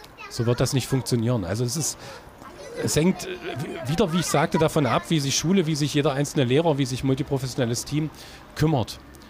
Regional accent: Halle, Saxony-Anhalt, Germany; Ich bin in Halle-Neustadt so aufgewachsen, war ein Akademikerkind und in meinem Block, da wohnten viele, viele Arbeiterkinder

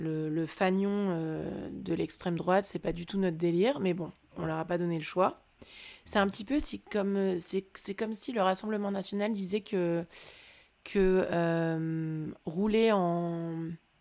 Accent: Caen, Normandy, France; C'est que moi je viens de Caen en fait.

